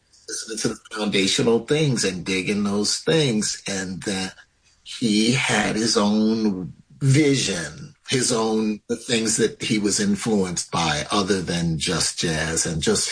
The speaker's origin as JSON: {"language": "English", "town": "New York City", "region": "New York", "country": "United States", "tie": "born or raised there", "said": "Well, so I grew up in New York City"}